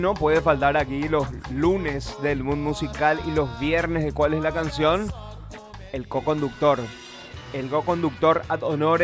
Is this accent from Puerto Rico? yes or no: no; Paraguay; así somos los paraguayos